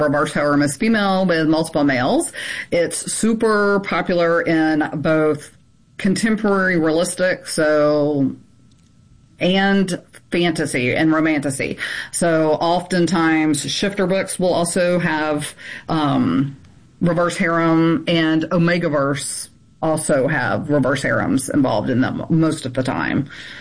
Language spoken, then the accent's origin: English; Louisiana, United States; I came from an extremely open background, which is really odd considering I'm from Deep South Louisiana